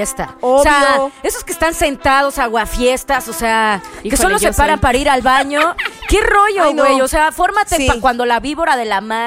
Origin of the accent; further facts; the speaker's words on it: Mexico; mexicanos.